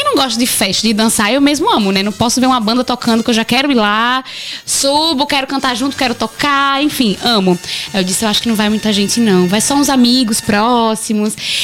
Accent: Penedo, Alagoas, Brazil; born there; also born or lived in Bom Sucesso, Coruripe, Alagoas; Eu nasci aqui em Penedo, mas morei em Bom Sucesso, que é pertinho de Pindorama, povoado de Coruripe. E depois eu vim para cá, para Penedo, pro povoado Capela.

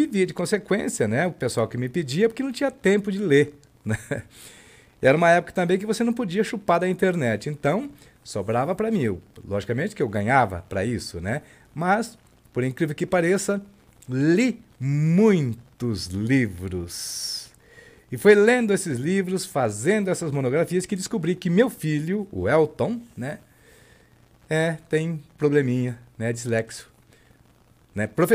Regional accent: Paraná, Brazil; moved away; Eu, quando estava lá para as bandas do Paraná, né, lá na minha cidade

